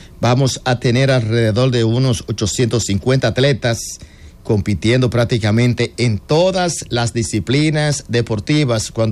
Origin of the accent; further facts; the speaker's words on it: Dominican Republic; nosotros como República Dominicana